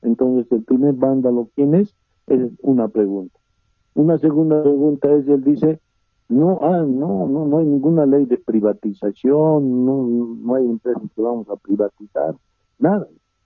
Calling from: El Alto, La Paz, Bolivia; de la ciudad del Alto.

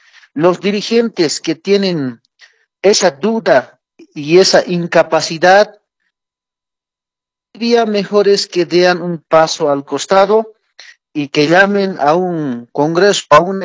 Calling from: El Alto, La Paz, Bolivia; siento como boliviano, como alteño

